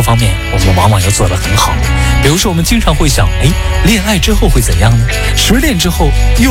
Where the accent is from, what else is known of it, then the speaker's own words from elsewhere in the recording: China; 作为中国人的我们确实在想象力这个方面好像欠缺了一些